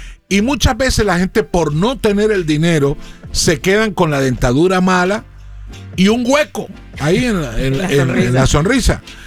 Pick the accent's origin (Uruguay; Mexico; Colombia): Colombia; Bucaramanga, Santander; moved away; de mi patria chica, la ciudad de Bucaramanga.